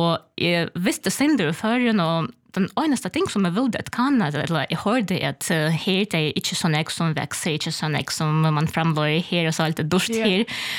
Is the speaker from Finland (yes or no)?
no; Ukraine; now in Klaksvík, Faroe Islands; och jag kommer från Ukraina. Jag flyttade förr söndag morgon åtta år sedan.